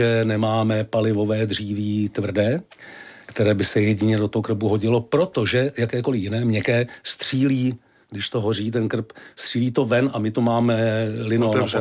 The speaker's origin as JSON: {"language": "Czech", "country": "Ukraine", "lives_now": "Czechia", "said": "Že dávno, dávno, jak jsem chodili Ukrajinci hledat práci, hledat výdělek, tak se tady přímo v obci objevil příbuzný někoho, kdo už tady byl."}